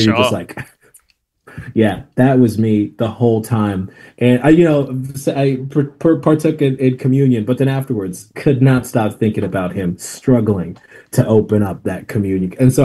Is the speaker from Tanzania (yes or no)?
yes; Tanzania; and I'm from Tanzania, East Africa